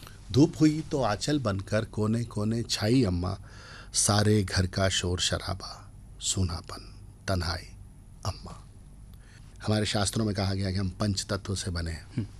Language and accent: Hindi; Vidisha, Madhya Pradesh, India; born or raised there; also born or lived in Bhopal